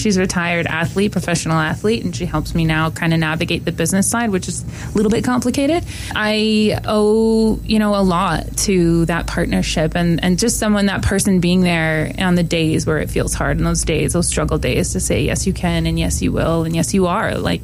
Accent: Welland, Ontario, Canada; also born or lived in Six Nations; My citizenship is from Six Nations. It's where my family was from. And I grew up in Welland, small town of Welland, Ontario, is where my family grew up.

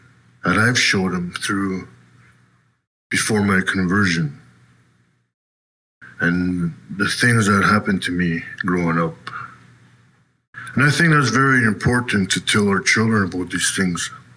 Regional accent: North Caribou Lake, Ontario, Canada; I'm from North Caribou Lake, also known as Round Lake, Yakima Lake.

